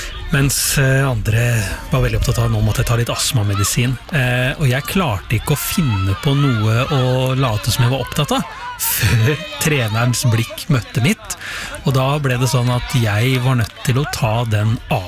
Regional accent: Porsgrunn, Telemark, Norway; det var cup hjemme i Porsgrunn. Jeg var kanskje 11-12 år gammel

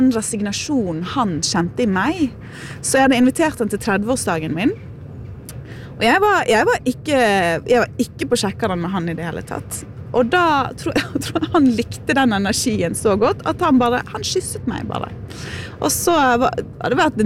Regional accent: Bergen, Vestland, Norway; also born or lived in Kaupanger

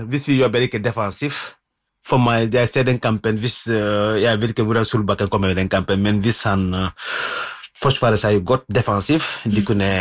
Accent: Senegal; Norwegian is a second language; now in Norway; jeg bodde her I Norge I mange år. Men jeg kommer fra Senegal. Det må jeg ikke glemme.

